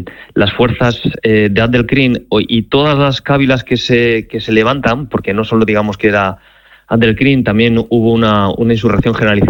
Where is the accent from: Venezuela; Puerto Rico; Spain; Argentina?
Spain; Cantabria; vamos, que yo soy de Cantabria y os puedo dar ese ejemplo, ¿no?